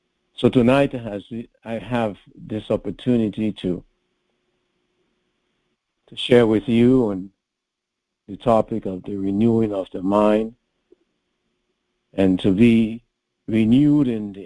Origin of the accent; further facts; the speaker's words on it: Grenada; I was born and raised in Grenada.